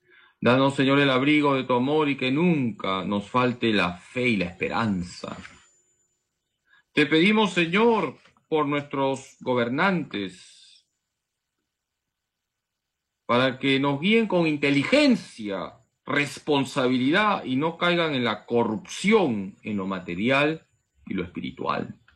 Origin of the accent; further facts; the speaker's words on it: Peru; el Perú somos los peruanos.